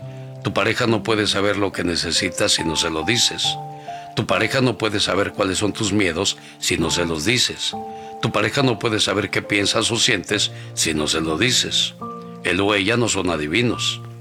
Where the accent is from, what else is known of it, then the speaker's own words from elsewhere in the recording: Oaxaca, Mexico; moved away; Un día salí de Oaxaca, pero Oaxaca nunca salió de mí. ¿Y qué para los amigos de Ayoquesco, de Putla, de todo Oaxaca no hay?